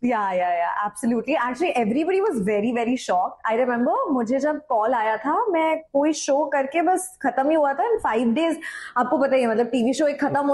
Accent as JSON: {"language": "Hindi", "region": "Delhi", "country": "India", "said": "मैं दिल्ली से हूँ"}